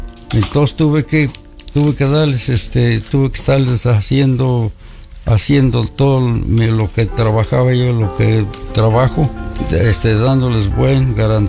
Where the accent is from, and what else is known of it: Cazotitlán, Hidalgo, Mexico; moved away as an adult; also born or lived in Zacatlán; now in San Bartolo, Mexico